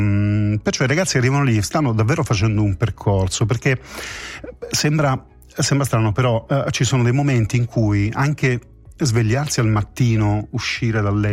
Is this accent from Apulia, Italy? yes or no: yes; Apulia, Italy; born there; Io però sono nato in Puglia